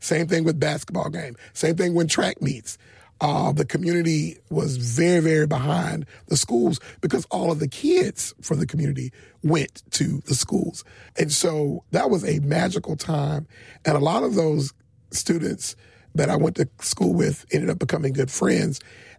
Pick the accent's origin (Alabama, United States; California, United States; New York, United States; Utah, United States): Alabama, United States; Selma; I had an opportunity to grow up in Selma during one of its best times. When I grew up here, the school system was integrated. So I went to school from the 80s to the early 90s here in school in Selma.